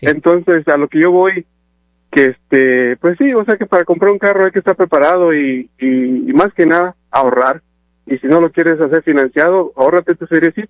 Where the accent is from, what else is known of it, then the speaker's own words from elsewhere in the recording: Chiapas, Mexico; un saludo para toda la gente de Chiapas, porque soy de Chiapas.